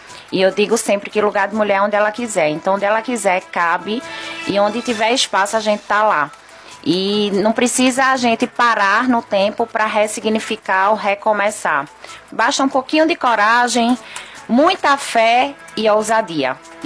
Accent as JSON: {"language": "Portuguese", "region": "Bahia", "country": "Brazil", "said": "eu então, sou baiana, viu?"}